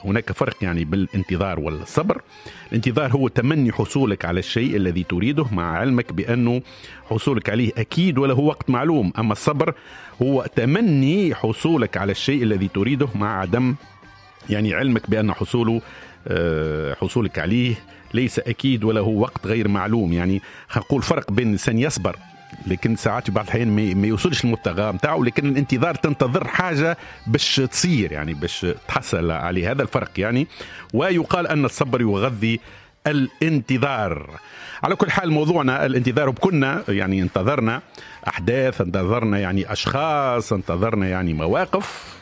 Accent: Tunisia; accent: Tunisian; في لهجتنا التونسية

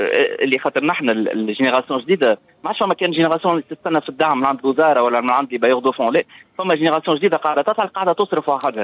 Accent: Tunisia

